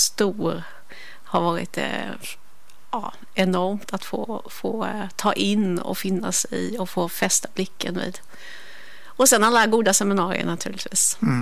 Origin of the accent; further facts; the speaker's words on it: Klevshult, Jönköping County, Sweden; sen jobbade jag hemma i Klevshult på familjeföretag inom hotell- och restaurangbranschen.